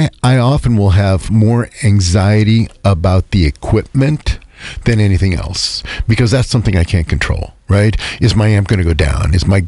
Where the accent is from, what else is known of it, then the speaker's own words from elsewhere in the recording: Ohio, United States; Growing up in Northeast Ohio and growing up in Ohio in general